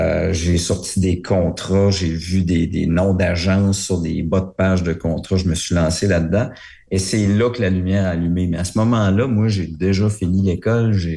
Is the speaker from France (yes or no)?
no; Rimouski, Quebec, Canada; Moi, je viens de Rimouski, puis... Je me destinais plus au monde des affaires parce que ma famille était une famille d'entrepreneurs.